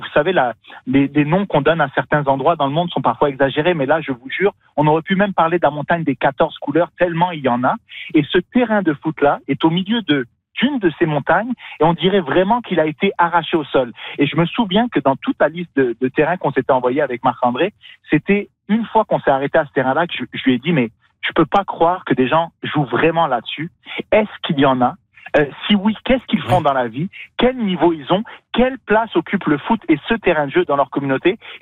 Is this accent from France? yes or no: no; Niger; Moi, je suis né au Niger, en Afrique de l'Ouest, un pays très, très pauvre. J'étais dans la classe moyenne. J'avais la chance d'aller à l'école française